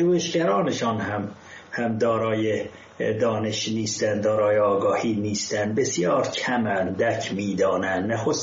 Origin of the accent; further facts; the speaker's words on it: Ardabil, Ardabil Province, Iran; در زبان مردم اردبیل که من اردبیلی هستم،